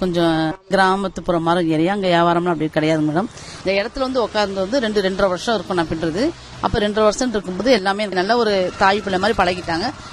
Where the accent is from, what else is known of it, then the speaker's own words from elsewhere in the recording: Tiruchirappalli, Tamil Nadu, India; now in Coimbatore, India; Madam. நான் பிறந்து வளர்ந்ததெல்லாம் திருச்சி. நான் கோயம்புத்தூருக்கு வந்து 30 வருஷம் ஆச்சு.